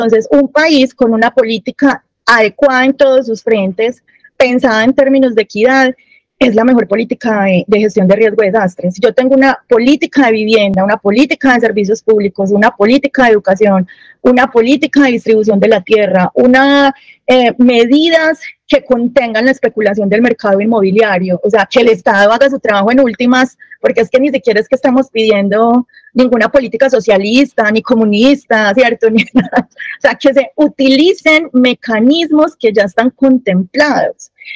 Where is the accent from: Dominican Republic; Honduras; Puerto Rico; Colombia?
Colombia